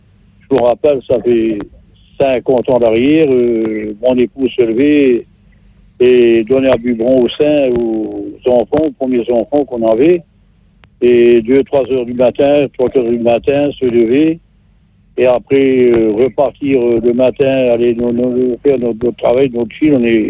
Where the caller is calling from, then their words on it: Bourgogne-Franche-Comté, France; je suis en Haute-Saône